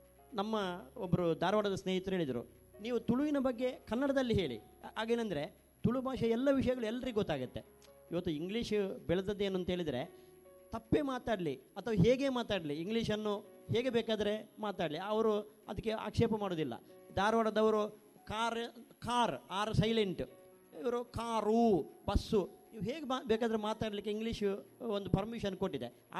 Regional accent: Karnataka, India; ನಾವು ಮಂಗಳೂರಿನವರು ಅಥವಾ ಕರಾವಳಿಯವರು

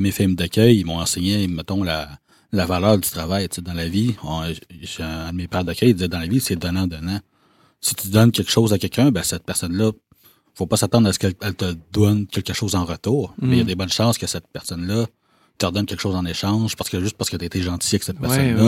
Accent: Val-d'Or, Quebec, Canada; T'sais, moi, je viens de Val-d'Or. Fait que j'ai principalement grandi à Val-d'Or.

